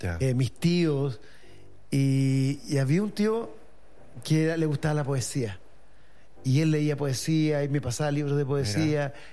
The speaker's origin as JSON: {"language": "Spanish", "town": "Santiago", "region": "Santiago Metropolitan Region", "country": "Chile", "tie": "born or raised there", "said": "yo nací en Santiago, veníamos conversando recién, que he estado siempre viviendo en el mismo lugar, en la misma comuna durante toda mi vida. Ya. Yo soy ñuñoíno, soy de Ñuñoa. Estudié en Ñuñoa"}